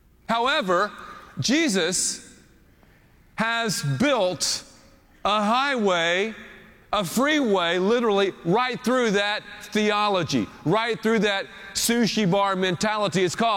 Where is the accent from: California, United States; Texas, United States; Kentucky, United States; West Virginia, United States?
Texas, United States; And we said, no, we're from Texas.